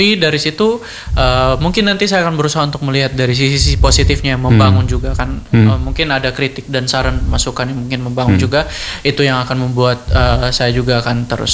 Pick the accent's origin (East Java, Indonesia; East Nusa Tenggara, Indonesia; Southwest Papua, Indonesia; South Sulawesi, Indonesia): East Nusa Tenggara, Indonesia; Karena kalau mau dilihat khususnya di daerah saya di Sumba sendiri itu masih banyak yang kayaknya harus diperhatikan.